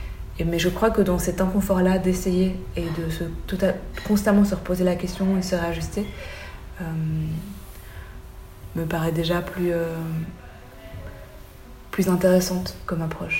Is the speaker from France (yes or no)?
no; Belgium; comme je suis belge au thaï, pour des personnes blanches